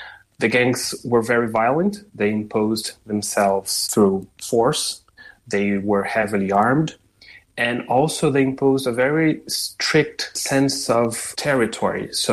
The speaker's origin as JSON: {"language": "English", "country": "Brazil", "tie": "born or raised there", "second_language": "English", "said": "Yeah, well, growing up in Brazil, we're kind of used to gang violence."}